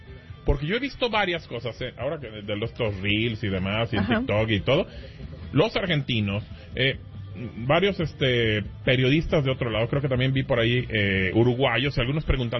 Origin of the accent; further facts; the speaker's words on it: Mexico; ojo, nosotros somos mexicanos, pues bueno, obviamente cuando eliminen a México, te vas con una selección, ¿no?